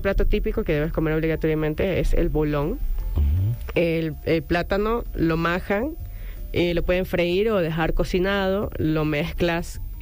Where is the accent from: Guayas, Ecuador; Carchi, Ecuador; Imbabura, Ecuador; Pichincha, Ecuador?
Guayas, Ecuador; Guayaquil; yo soy de Guayaquil.